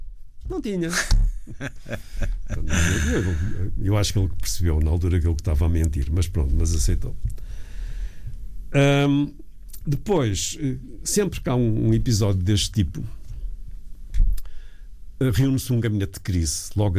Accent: Vila do Conde, Norte, Portugal; nós, como eu disse, somos de Vila de Conde.

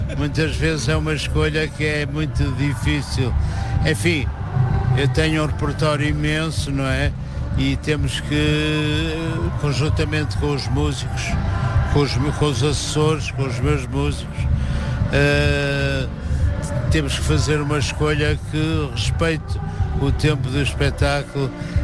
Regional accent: Porto, Norte, Portugal; Não, já eu conheço, eu sou do Porto, mas eu digo que também sou de certo modo minhoto, porque eu conheço muito bem o Minho. Meus pais tinham uma casa em Ofir

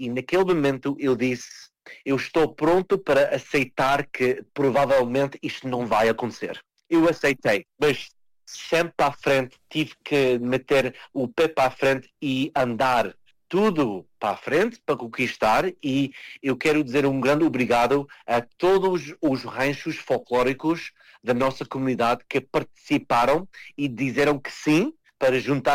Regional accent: Portugal; now in Canada; Então, foi aí que nós, como portugueses, podemos fazer muito quando estamos unidos.

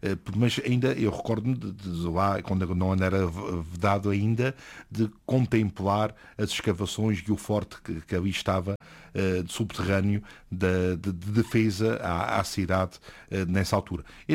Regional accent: Horta, Azores, Portugal; moved away as an adult; also born or lived in Madalena, Pico Island; tenho a graça de ser pároco da minha terra natal, e que me habituei desde criança a contemplar a Senhora da Guia naquela baía de Porto Pim, onde eu nasci, onde cresci, naquele areal

